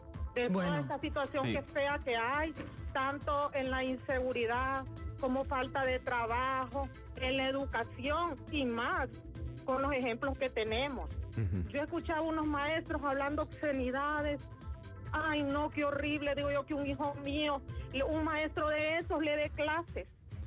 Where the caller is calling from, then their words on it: Honduras; yo les pido como pueblo hondureño